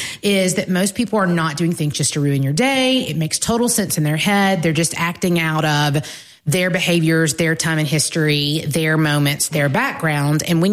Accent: Northport, Alabama, United States; also born or lived in Tuscaloosa; I was also from Tuscaloosa

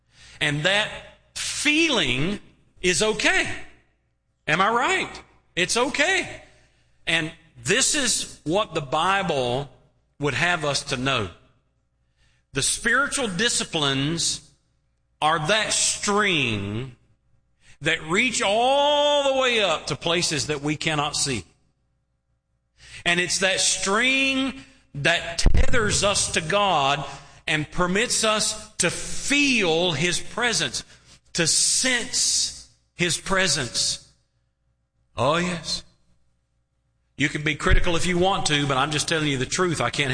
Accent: Colquitt, Georgia, United States; But I've gone home before to Colquit

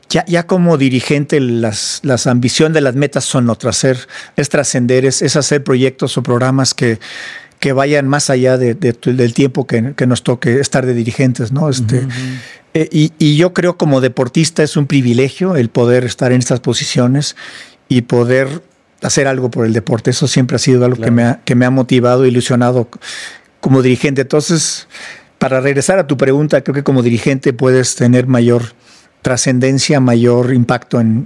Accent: Mexico; also born or lived in United States; Yo nací en Estados Unidos, padre mexicano, madre americana. Nos venimos al año. Realmente yo crecí en México, ¿no?

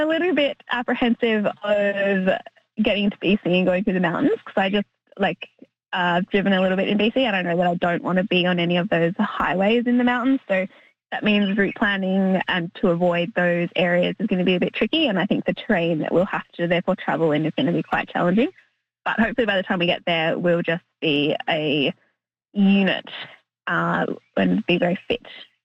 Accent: Tasmania, Australia; I'm from Tasmania in Australia, right?

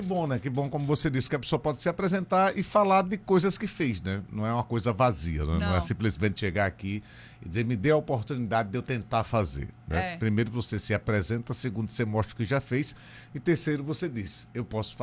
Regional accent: Alagoas, Brazil; E olha que eu sou alagoano também, né? E não conheço tudo de Alagoas, né?

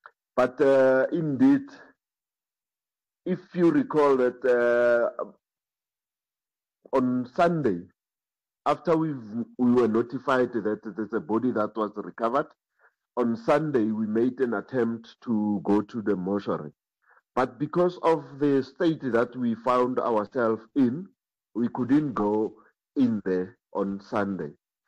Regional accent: South Africa; As a South African citizen

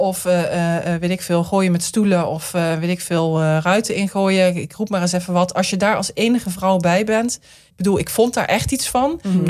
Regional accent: Rotterdam, South Holland, Netherlands; Ik kom ook uit Rotterdam

